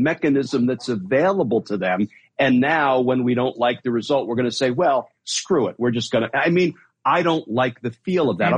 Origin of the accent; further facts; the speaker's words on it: New Jersey, United States; also born or lived in Brooklyn, New York; now in Virginia, United States; Listen, I was born in Brooklyn and I grew up in Jersey, and I never read those two state constitutions either.